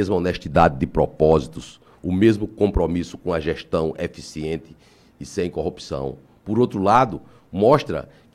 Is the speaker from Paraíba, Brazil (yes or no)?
yes; João Pessoa, Paraíba, Brazil; born there; Eu nasci em João Pessoa, mas minhas raízes são do sertão da Paraíba, do Vale do Piancó, de Pombal, Sousa, região de Santa Luzia, Cajazeiras, onde estão fincadas as minhas raízes familiares.